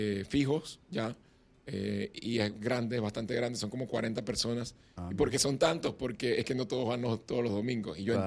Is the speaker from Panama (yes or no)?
yes; Panama; ahora nos toca una tarea como panameños.